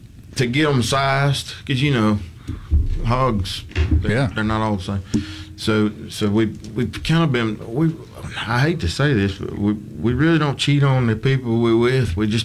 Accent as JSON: {"language": "English", "town": "Star", "region": "Mississippi", "country": "United States", "said": "I come from Star, Mississippi."}